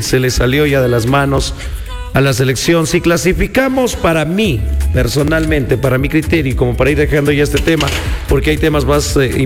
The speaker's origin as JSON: {"language": "Spanish", "country": "Ecuador", "said": "Como ecuatoriano lo digo"}